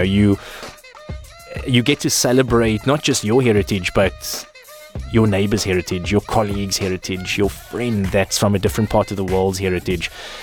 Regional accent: South Africa; now in United Arab Emirates; as a South African living in the UAE

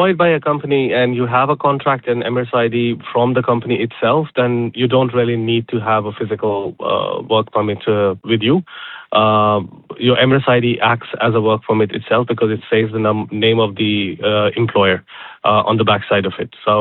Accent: India; I am from India

